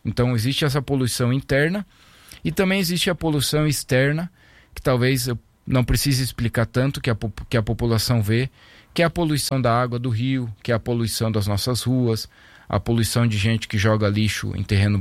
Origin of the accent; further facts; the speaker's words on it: Brazil; eu tenho muito orgulho de dizer que sou brasileiro